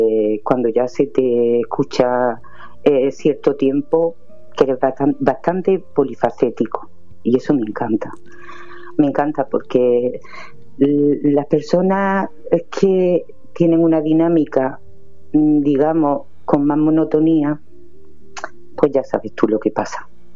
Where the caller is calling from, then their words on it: Granada, Andalusia, Spain; soy la amiga de María Rosa … de Granada.